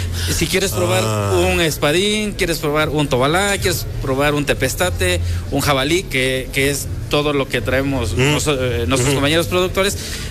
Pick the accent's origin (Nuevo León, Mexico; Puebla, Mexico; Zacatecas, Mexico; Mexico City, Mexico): Puebla, Mexico; somos de la Mixteca poblana.